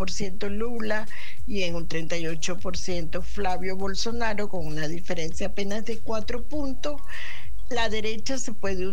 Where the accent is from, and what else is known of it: Venezuela